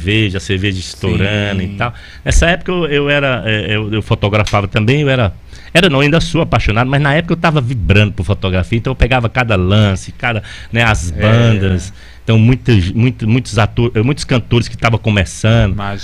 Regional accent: Quixeramobim, Ceará, Brazil; born there; Na verdade, eu nasci em Quixeramobim, né? No centro, né? No centro do nosso Ceará.

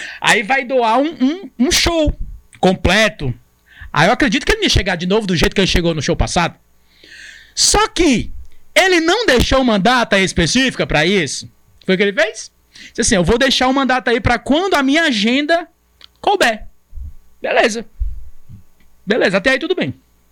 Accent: Ceará, Brazil

